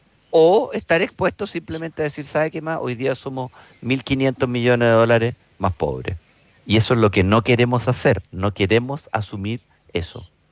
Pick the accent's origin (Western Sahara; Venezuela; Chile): Chile; como chilenos, como consumidores.